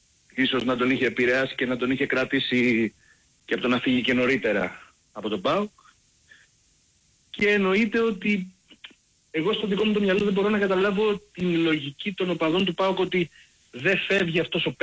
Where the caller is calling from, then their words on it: Vyronas, Attica, Greece; από Βίρονα.